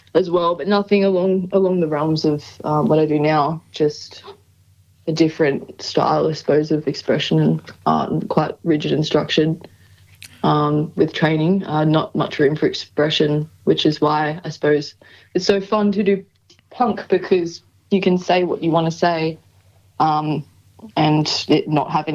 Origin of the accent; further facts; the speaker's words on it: Toowoomba, Queensland, Australia; also born or lived in Sydney; now in Melbourne, Australia; I was born in Queensland. Okay. I grew up in Queensland, but yeah, I was living in Sydney for a few years, maybe just briefly.